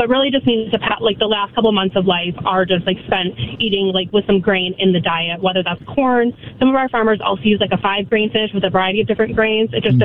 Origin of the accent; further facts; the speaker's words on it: Michigan, United States; moved away as an adult; now in Chicago, United States; I'm originally from Michigan, but now I'm here in Chicago.